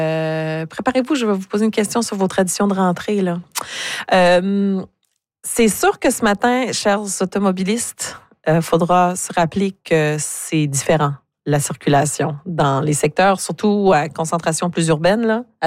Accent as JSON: {"language": "French", "town": "Burnsville", "region": "New Brunswick", "country": "Canada", "tie": "born there", "said": "partir de chez nous à Burnsville jusqu'à Paquetteville, puis après ça jusqu'à Caraquet."}